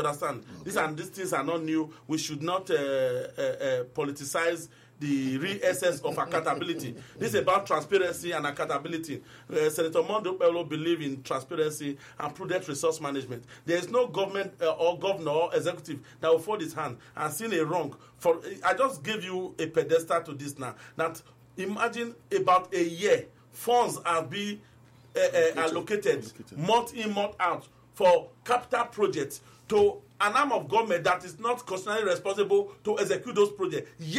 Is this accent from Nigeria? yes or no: yes; Edo, Nigeria; I'm from Esako West local government area, for example. I'm from constituency 2.